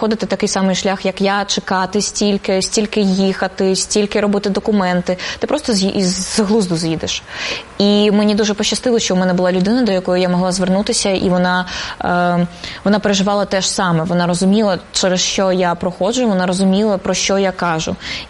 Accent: Russia; я росіянка і дуже добра росіянка, я дуже люблю українців

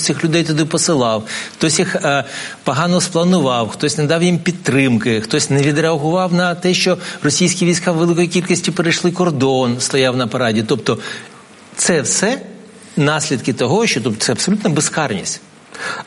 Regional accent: Sumy, Sumy Oblast, Ukraine; Я сам із Сум

